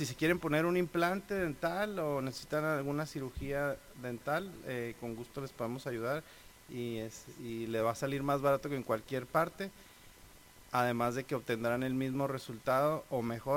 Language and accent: Spanish; Playas de Rosarito, Baja California, Mexico; born there; Nací en Playas de Rosarito en el año de 1984 en la Cruz Roja. Mi familia es rosaritense desde el tiempo de mi bisabuela.